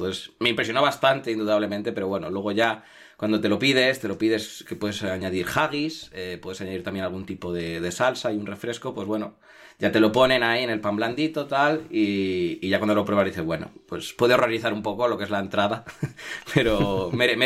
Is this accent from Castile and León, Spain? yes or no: yes; Segovia, Castile and León, Spain; yo soy natural de Segovia, de toda la vida. He estado viviendo toda mi vida allí 25 años